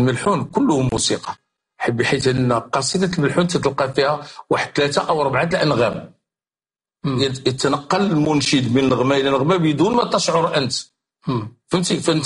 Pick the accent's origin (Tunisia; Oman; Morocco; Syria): Morocco; في واحد 51 نوع في الحضاري عندنا في المغرب،